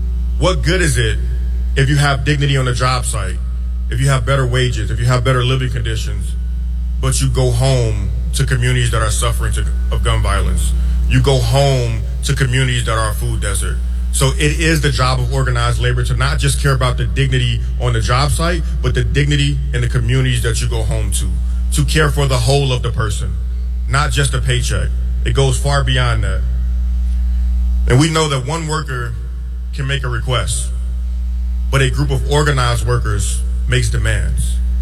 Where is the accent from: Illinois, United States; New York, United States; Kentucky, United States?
Illinois, United States; Chicago; something that I learned growing up on the South Side.